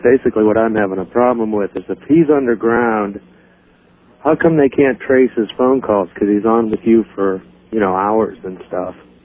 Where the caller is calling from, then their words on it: Cleveland, Ohio, United States; from Cleveland, Ohio.